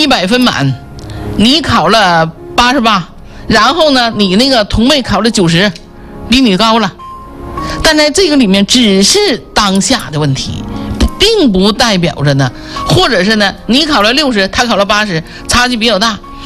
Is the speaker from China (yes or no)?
yes; China; 我们中国人真的是很智慧的